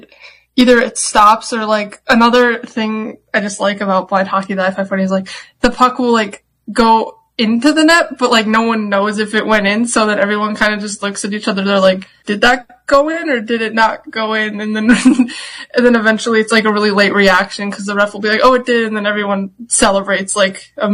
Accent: Minnesota, United States; I grew up in Minnesota.

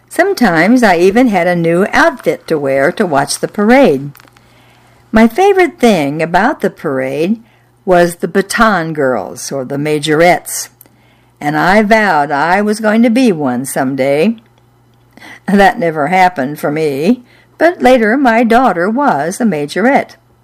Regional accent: Iron River, Michigan, United States; born or raised there

